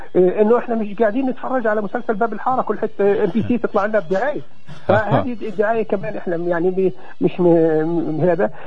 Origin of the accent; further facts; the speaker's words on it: Palestine; إحنا كفلسطينيين جالسين في بيوتنا الآن